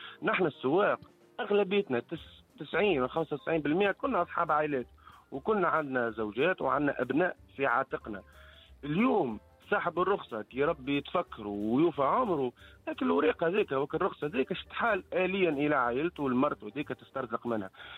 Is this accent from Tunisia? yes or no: yes; Tunisia; ومن حقي اني يعني نخدم في بلادي